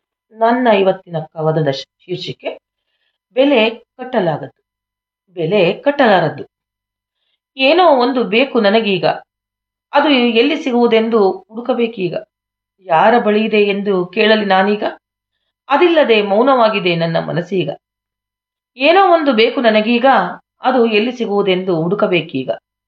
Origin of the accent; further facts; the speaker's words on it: Kuskur, Karnataka, India; ನನ್ನ ಊರು ಕುಸ್ಕೂರು, ಒತ್ತೂರು ಪೋಸ್ಟ್, ಶಿವಮೊಗ್ಗ.